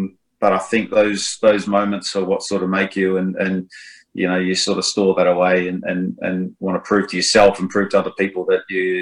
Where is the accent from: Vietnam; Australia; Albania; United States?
Australia; Queensland; moved away; also born or lived in Germany / Adelaide, Australia / New Zealand; I grew up in Queensland